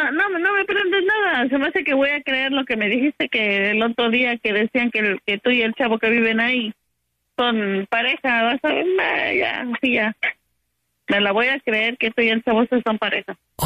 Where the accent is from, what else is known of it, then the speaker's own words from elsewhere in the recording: Veracruz, Mexico; Yo soy jarocha, yo soy de tierra caliente.